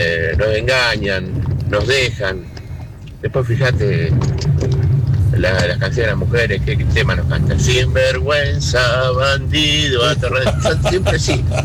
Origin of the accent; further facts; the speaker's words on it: La Plata, Buenos Aires Province, Argentina; que acá cantamos por varios bares por acá.